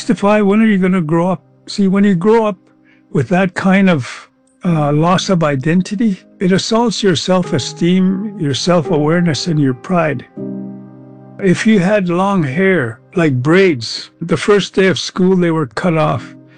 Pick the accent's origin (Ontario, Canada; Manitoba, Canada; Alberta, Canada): Alberta, Canada; Ermineskin Cree Nation; born there; I was born on the Irminskin Cree Nation and was raised by my grandparents until I was taken to residential school when I was 6 years old.